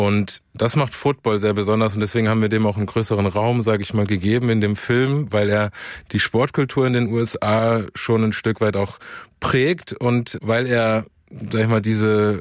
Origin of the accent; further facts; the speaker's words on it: Pforzheim, Baden-Württemberg, Germany; also ich komme aus Pforzheim. Und Green Bay hat mich ein bisschen an Pforzheim erinnert.